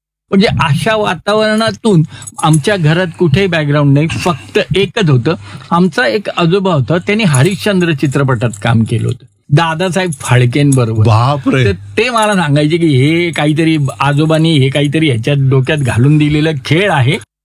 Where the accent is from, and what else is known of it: Nashik, Maharashtra, India; born there